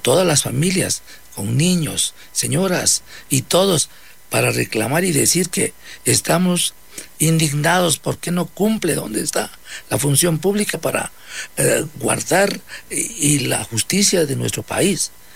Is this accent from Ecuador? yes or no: yes; Ecuador; Yo empecé, el primer ecuatoriano empecé conmigo